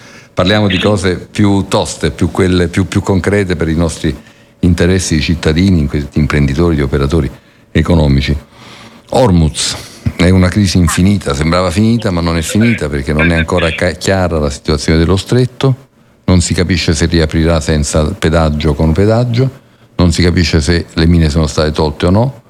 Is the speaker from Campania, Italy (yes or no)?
yes; Naples, Campania, Italy; now in Milan, Italy; Io sono napoletano, anche se vivo 42 anni a Milano